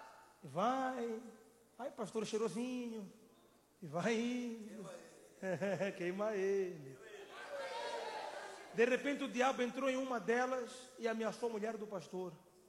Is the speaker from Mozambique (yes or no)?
yes; Mozambique; Há uns anos, foi um pastor em minha terra, Moçambique.